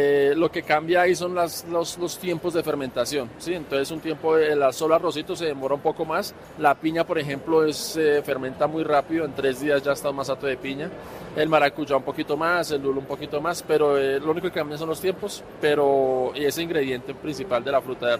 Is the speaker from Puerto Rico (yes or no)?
no; Bogotá, Colombia; born there